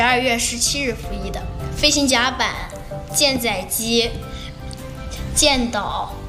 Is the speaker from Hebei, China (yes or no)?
no; Shandong, China; 因为我是山东人，